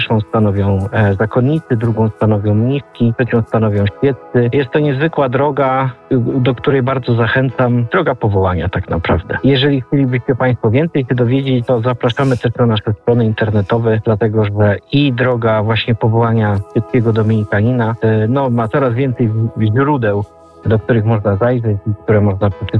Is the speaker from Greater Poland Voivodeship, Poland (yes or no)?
yes; Poznań, Greater Poland Voivodeship, Poland; now in Warsaw, Poland; Pochodzę z Poznania, ale mieszkam w Warszawie.